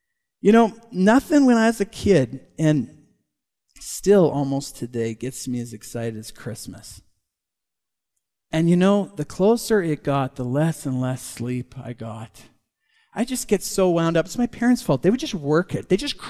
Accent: Canada

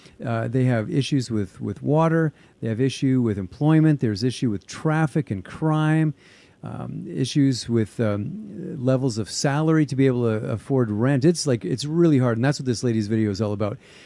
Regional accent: Edmonton, Alberta, Canada; moved away as an adult; also born or lived in Caribbean; I'm from here. I was born in Edmonton and raised in Alberta. But I lived 20 years in the Caribbean, and so I got used to that culture and the weather and so on and so forth. And then you move back

